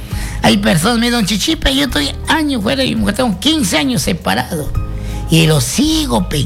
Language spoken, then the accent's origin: Spanish; Peruvian Amazon, Peru; yo soy selvático, yo soy auténtico. Nativo de la selva.